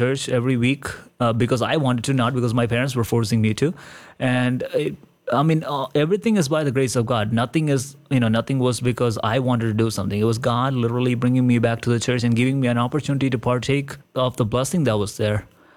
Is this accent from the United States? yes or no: no; India; And even being growing up in India, I understand the culture of India and how the people of India think.